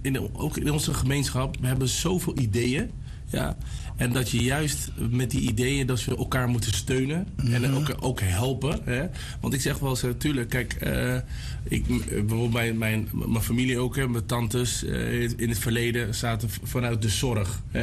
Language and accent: Dutch; The Hague, South Holland, Netherlands; geboren en getogen in Den Haag.